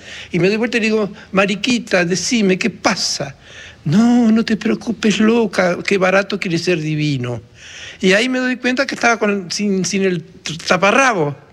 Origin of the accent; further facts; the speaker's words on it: Ingeniero Jacobacci, Río Negro, Argentina; also born or lived in San Antonio Oeste; Yo nací en San Antonio, en Las Grutas, pero mi padre se mudó a Jacobacci, mi familia. Y allí nevaba, y yo escribía y dibujaba